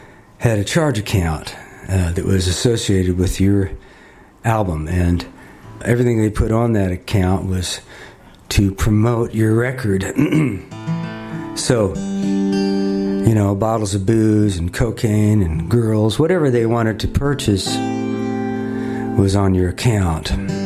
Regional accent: Kansas City, Missouri, United States; Well, no, I grew up in Kansas City. I've never seen a lobster, but I've seen them in movies.

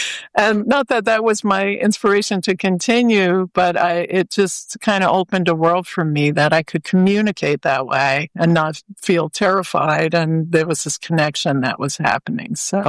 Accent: Staten Island, New York, United States; I grew up on Staten Island, so that was a New York station at the time.

